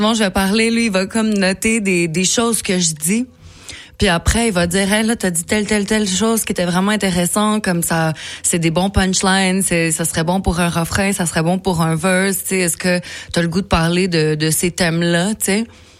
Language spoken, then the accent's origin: French; Mexico; French is a second language; Le français, je l'ai appris quand même tard. Tu sais, j'ai grandi au Mexique, comme tu sais.